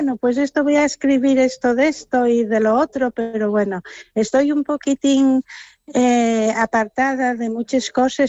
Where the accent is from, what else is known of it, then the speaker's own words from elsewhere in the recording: Asturias, Spain; Yo estoy enamorada de la mi Asturias del alma y estoy enamorada sobre todo de toda la gente asturiana, que somos